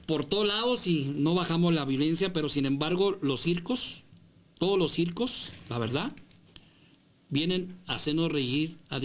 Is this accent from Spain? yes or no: no; Ciudad Juárez, Chihuahua, Mexico; also born or lived in Mexico City; Yo nací en la Ciudad de México, en la colonia Gabriel Hernández, atrás de la villa, por donde fui, se escondió Juan Diego, rumbo a Centenario. Yo soy de la Gustavo Madero, pero yo nomás nací. Dice mi madre que tenía 9 meses cuando llegó